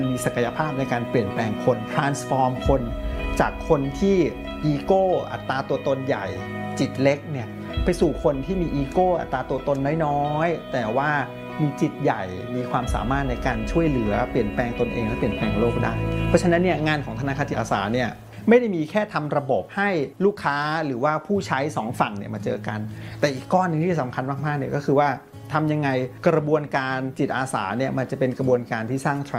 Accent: Bangkok, Thailand; born or raised there

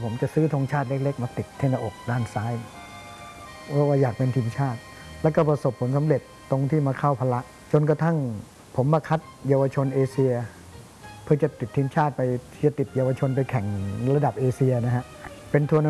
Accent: Phitsanulok, Thailand; พอผมเรียนประถมที่จังหวัดพิษณุโลกนะผมเป็นคนพิษณุโลก

